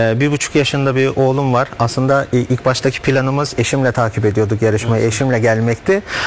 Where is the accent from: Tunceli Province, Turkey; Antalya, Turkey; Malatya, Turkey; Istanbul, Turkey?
Istanbul, Turkey; born there; 1993 İstanbul doğumluyum.